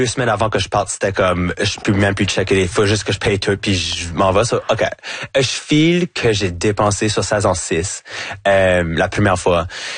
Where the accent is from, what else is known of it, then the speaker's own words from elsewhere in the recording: Acadia, Canada; Aussitôt que je dis je suis French Canadian, automatiquement on peut assumer que je suis québécois parce que les gens savent pas c'est quoi l'Acadie.